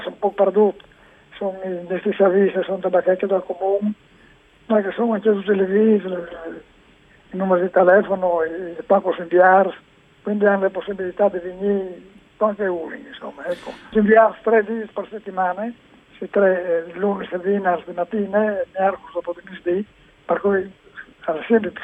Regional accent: Palmanova, Friuli-Venezia Giulia, Italy; sono di Palma, sono del paese d'Oglie.

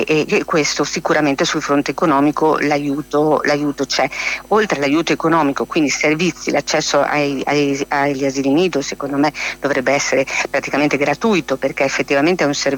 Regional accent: Emilia-Romagna, Italy; sono dell'Emilia Romagna

